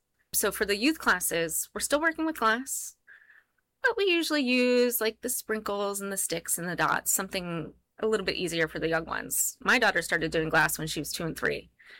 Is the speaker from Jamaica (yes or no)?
no; Baldwin, Pennsylvania, United States; Where I grew up was in Baldwin, South Hills.